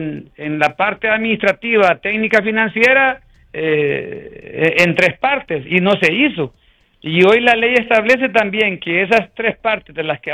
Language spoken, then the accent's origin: Spanish; Honduras; nosotros como hondureños nos hemos quedado rezagados